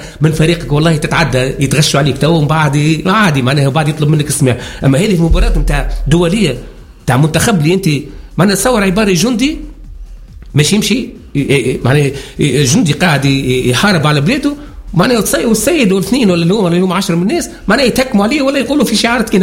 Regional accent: Sfax, Sfax Governorate, Tunisia; انا كنت الوحيد من صفاقس

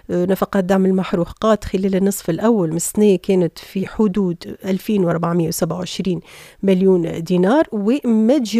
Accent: Tunisia; احنا توا عندنا في تونس

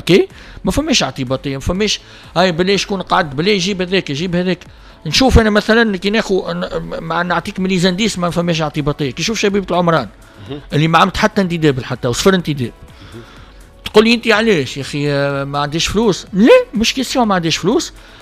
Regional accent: Tunisia; كتونسي ونادي رياضي الصفاقسي

